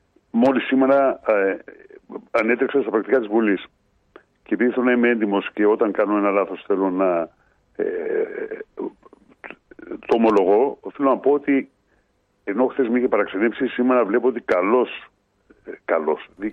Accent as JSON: {"language": "Greek", "region": "Northern Greece", "country": "Greece", "said": "ως Βορειοελλαδίτης"}